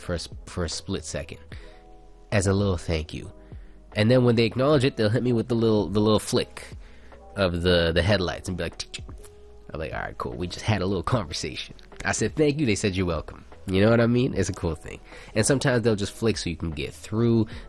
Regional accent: Oman; first language English; I'm an Omani, but I spent a lot of my life being half Omani, right? So I'm half Omani, half Filipino, and my parents didn't speak each other's languages. So my mom didn't speak Arabic and my dad didn't speak Tagalog, but they both spoke in English.

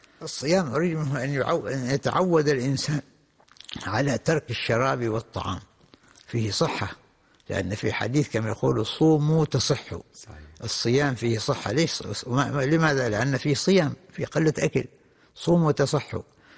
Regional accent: Oman; إحنا عندنا في عمان أو في دول منطقة الخليج

